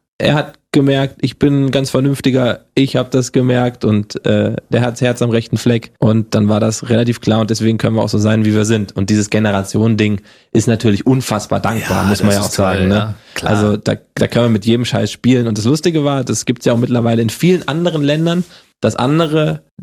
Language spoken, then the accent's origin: German; Giessen, Hesse, Germany; Ich komme ja halt aus dem Hip-Hop und Gießen